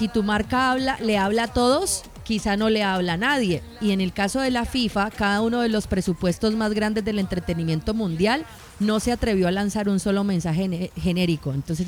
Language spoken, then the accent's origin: Spanish; Colombia; para mí como colombiana